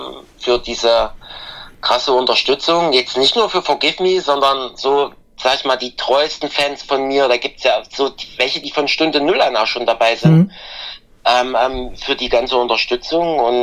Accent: Erfurt, Thuringia, Germany; dass ich irgendwann mal in meiner Heimatstadt in Erfurt eine eigene Show auf dem Domplatz in Erfurt spiele und die ausverkauft ist.

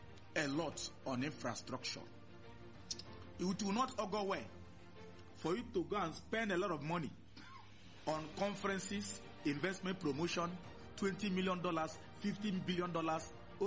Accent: Onitsha, Anambra, Nigeria; I was born and bred in Onitsha.

